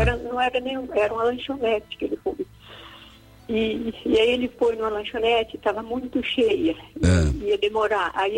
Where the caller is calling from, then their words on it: Limeira, São Paulo, Brazil; Eu falo de Limeira